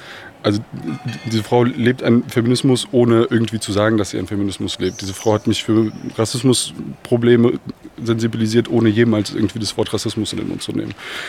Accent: Bornheim, Germany; Also ich komme aus Bosnien, in Bornheim, im Balkan. Hey. In Bornheim, super große Community aus dem Balkan. Bin hier so einfach ganz normal groß geworden.

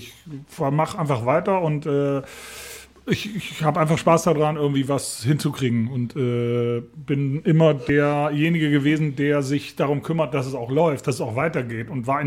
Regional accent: Bremen, Germany; bin aufgewachsen in Bremen

